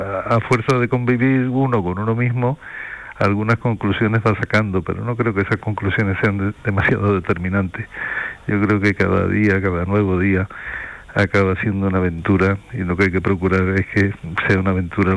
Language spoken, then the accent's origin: Spanish; Rota, Andalusia, Spain; mi pueblo sí fue muy determinante para mí durante la adolescencia, porque era un pueblo anómalo, por la presencia norteamericana